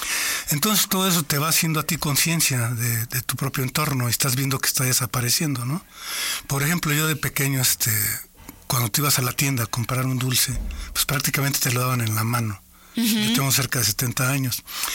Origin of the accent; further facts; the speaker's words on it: Mexico City, Mexico; born there; moved away; also born or lived in Guanajuato; yo vengo de la Ciudad de México, uh-huh, y soy de Guanajuato